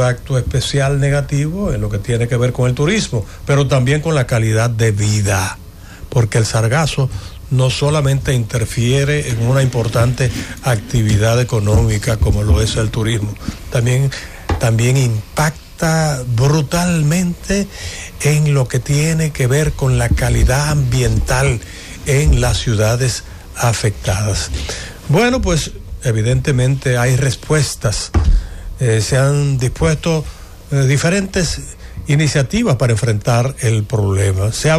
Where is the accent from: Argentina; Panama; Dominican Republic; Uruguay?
Dominican Republic